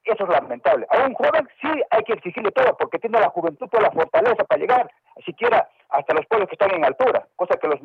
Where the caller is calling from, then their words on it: Arequipa, Peru; Pensemos como arequipeños de los pueblos que están olvidados.